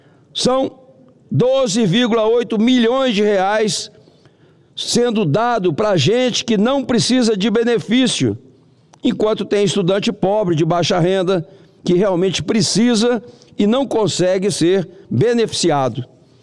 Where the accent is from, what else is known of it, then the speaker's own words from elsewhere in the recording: Brazil; somos nós brasileiros